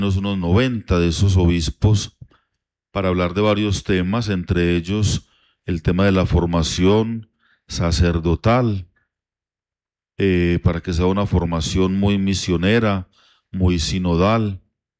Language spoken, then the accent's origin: Spanish; Colombia; muy importante para todos y cada uno de nosotros como pueblo colombiano y también como Iglesia Católica